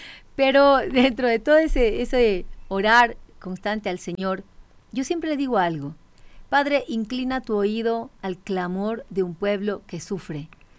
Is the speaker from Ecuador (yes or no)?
yes; Ecuador